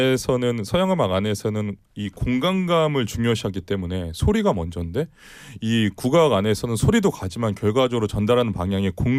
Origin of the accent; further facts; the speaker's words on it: South Korea; 저는 제가 대한민국 사람이고